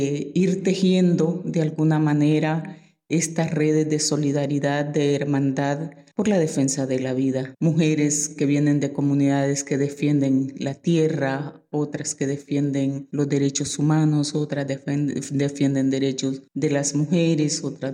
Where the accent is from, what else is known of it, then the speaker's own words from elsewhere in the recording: Tocoa, Colón, Honduras; vengo de Honduras, de la zona norte de Honduras, en un departamento que se llama Colón, en un municipio de Tocoa.